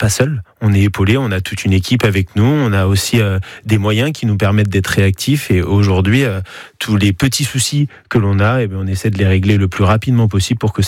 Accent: Pays de la Loire, France; Oui, je suis originaire de la Mayenne, donc j'avais déjà fréquenté les lieux avant d'y travailler

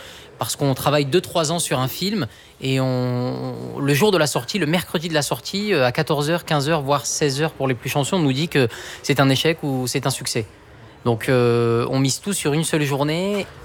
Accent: Occitanie, France; born there; je suis né dans le Gard.

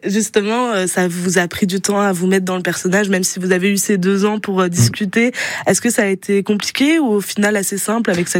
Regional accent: France; moi, en tant que française, sans effectivement binationalité, moi, ça m'a vraiment inclus

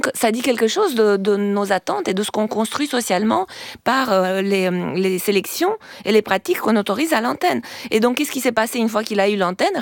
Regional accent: Romania; French is a second language; now in France; ça fait 30 ans que je suis en France, et donc mon accent n'est pas roumain, il est comme la plupart des gens, sans nom

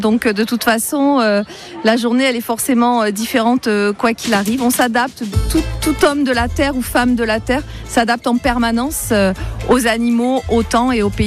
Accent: Saintes-Maries-de-la-Mer, Provence-Alpes-Côte d'Azur, France; born there; je suis née au Sainte-Marie-de-la-Mer, d'une famille ancrée depuis très longtemps. Donc, je suis née dans l'identité et la culture camarguaise.

